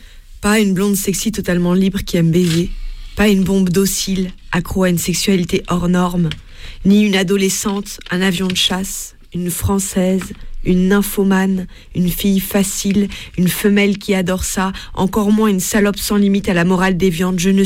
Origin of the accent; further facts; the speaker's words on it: Netherlands; Je suis néerlandaise.